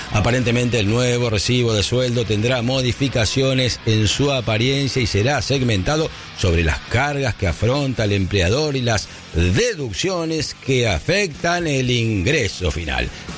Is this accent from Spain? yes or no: no; Argentina; Somos argentinos, sí.